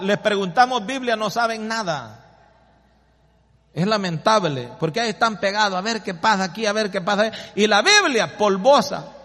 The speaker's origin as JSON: {"language": "Spanish", "country": "El Salvador", "said": "yo soy salvadoreño, del Salvador"}